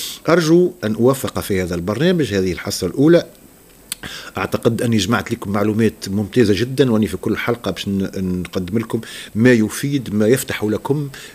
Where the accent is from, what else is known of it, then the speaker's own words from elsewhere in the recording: Tunisia; تعنينا بشكل محلي كتونسيين